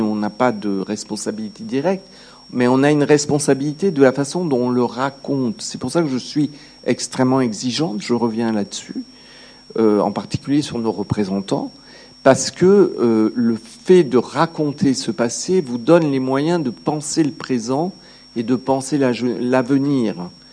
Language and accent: French; France; Je suis un nous éloigné parce que je suis française de nationalité